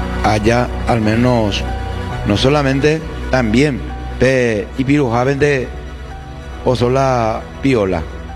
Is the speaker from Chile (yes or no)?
no; Paraguay; sí somos paraguayos.